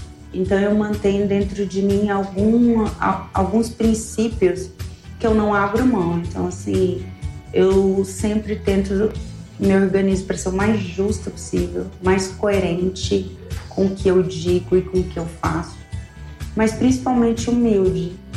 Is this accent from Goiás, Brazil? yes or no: yes; Goiânia, Goiás, Brazil; born there; moved away as an adult; now in Brasília, Brazil; uma mulher de 45 anos, nasci em Goiânia, tenho uma mãe incrível, 2 irmãos. Eu sou a do meio, vim para Brasília com 23 anos, amo a cidade, se tornou minha cidade, meu lar.